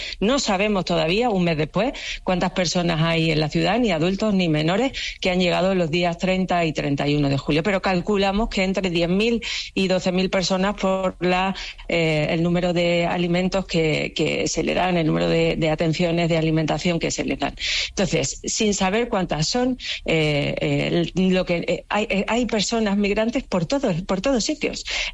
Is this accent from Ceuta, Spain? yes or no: yes; Ceuta, Spain; Yo sinceramente creo que España, como país, yo como española, como ceutí, como europea, pido que se desplieguen todos los medios necesarios del Estado.